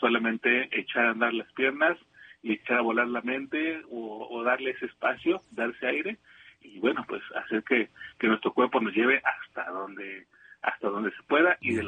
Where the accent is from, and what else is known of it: Mexico